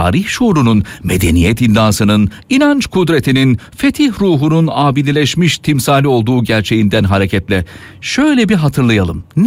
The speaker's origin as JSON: {"language": "Turkish", "region": "Istanbul", "country": "Turkey", "tie": "born or raised there", "said": "ben İstanbul'da doğdum, büyüdüm, yetiştim."}